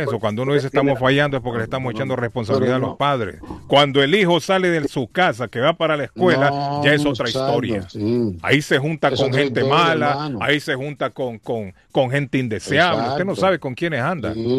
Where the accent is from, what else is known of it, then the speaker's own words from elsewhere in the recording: Honduras; yo les he contado la historia cuando yo vine de Honduras.